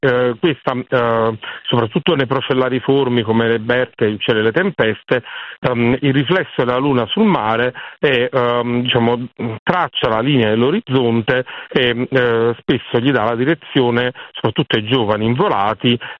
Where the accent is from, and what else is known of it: Naples, Campania, Italy